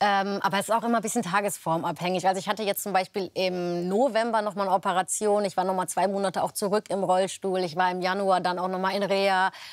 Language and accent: German; Cologne, North Rhine-Westphalia, Germany; born there; weil ich bin gebürtige Kölnerin, meine Familie, meine Freunde sind alle aus Köln.